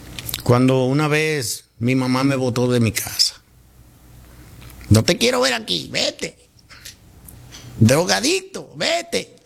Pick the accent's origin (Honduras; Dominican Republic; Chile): Dominican Republic; Cibao; yo soy cibaeño, yo sé lo que le gusta al cibaeño.